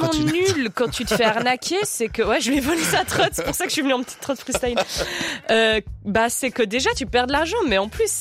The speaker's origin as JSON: {"language": "French", "country": "Switzerland"}